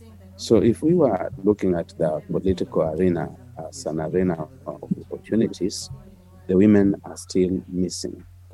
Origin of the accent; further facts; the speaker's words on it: Kenya; First, because as a Kenyan people, we are increasingly becoming violent. Violence seems to be our default character as Kenyans.